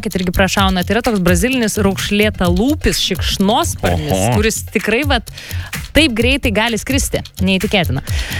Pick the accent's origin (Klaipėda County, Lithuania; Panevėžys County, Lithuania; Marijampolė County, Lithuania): Panevėžys County, Lithuania; Pasvalys; Ne, aš iš Pasvalio.